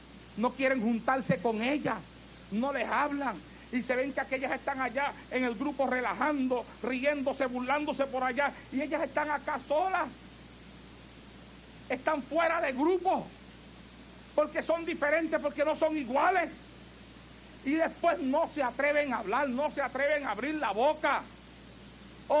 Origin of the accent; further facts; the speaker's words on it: Santa Isabel, Puerto Rico; yo dormía en la plaza pública de mi pueblo, en el pueblo de Santa Isabel, en Puerto Rico.